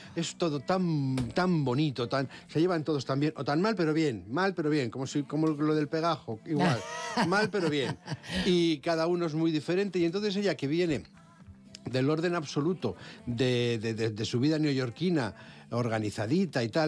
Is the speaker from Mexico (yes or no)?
no; Levante, Spain; now in Madrid, Spain; O sea, yo que vengo del Levante, no sabéis, bueno, lo